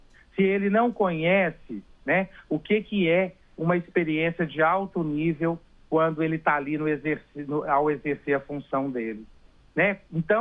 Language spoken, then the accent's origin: Portuguese; Belo Horizonte, Minas Gerais, Brazil; eu estou agora aqui em São Paulo, eu sou de Belo Horizonte, né?